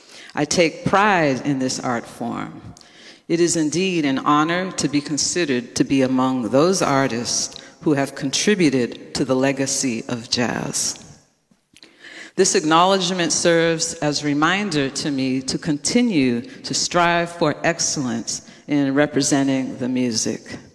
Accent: East Coast, United States; moved away; also born or lived in New York; I was from the East Coast

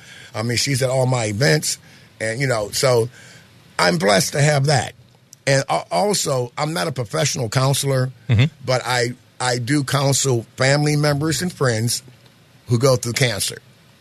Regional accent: South Park, Pennsylvania, United States; moved away as an adult; also born or lived in Massachusetts; I grew up in a place called South Park. Everybody knows about South Park.

